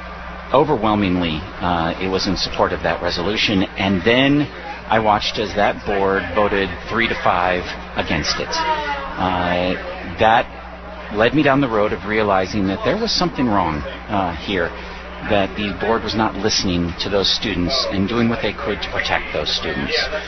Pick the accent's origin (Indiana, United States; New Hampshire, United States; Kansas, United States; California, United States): California, United States; Alta Sierra; I grew up in Alta Sierra. Lived on Francis Drive when I was younger, and I graduated from Bear River High School in 1997.